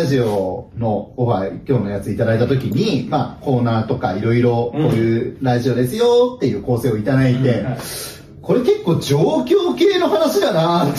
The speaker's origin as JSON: {"language": "Japanese", "region": "Saitama", "country": "Japan", "tie": "born or raised there", "said": "私、埼玉出身でございます。"}